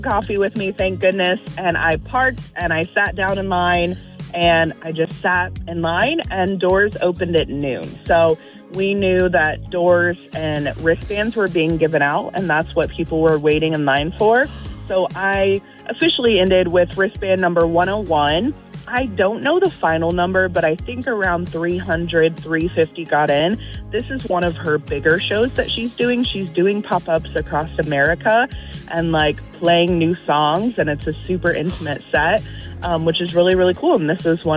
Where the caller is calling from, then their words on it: Champaign, Illinois, United States; I am currently in Champaign, headed to work.